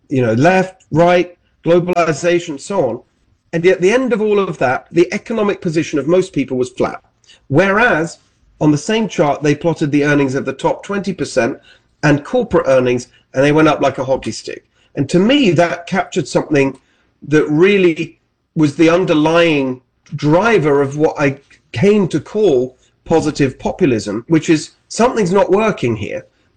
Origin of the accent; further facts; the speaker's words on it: England, United Kingdom; born there; I was born in England. My parents are Hungarian. My stepfather's Hungarian.